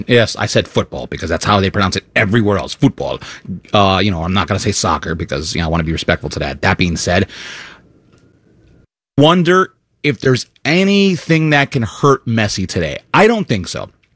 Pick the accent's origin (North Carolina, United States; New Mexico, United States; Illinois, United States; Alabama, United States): Illinois, United States; Chicago; I'm also from Chicago. I grew up on those three-peats, both of them.